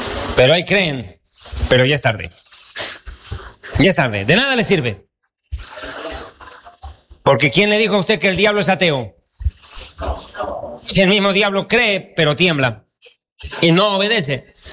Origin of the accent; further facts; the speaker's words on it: Bolivia; born there; en mi país de nacimiento, Bolivia